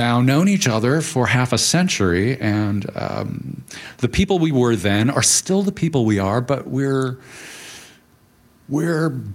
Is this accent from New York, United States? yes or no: no; California, United States; just came back yesterday from California, Southern California, where I grew up, and I was there at my hometown attending the opening of a time capsule